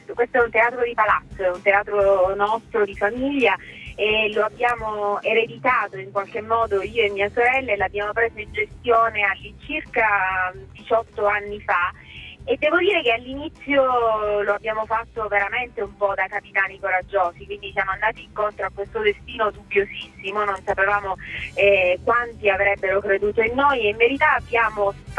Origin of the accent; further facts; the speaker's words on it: Sicily, Italy; io sono una siciliana tipica, nel senso che non ho mai avuto il rapporto conflittuale di madre matrigna, e quindi ho sempre amato questa terra in maniera viscerale, quasi a tratti maniacale